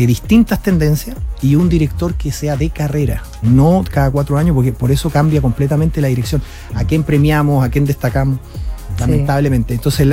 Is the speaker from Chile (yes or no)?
yes; Chile; es un efecto que nosotros como chilenos tenemos que incorporar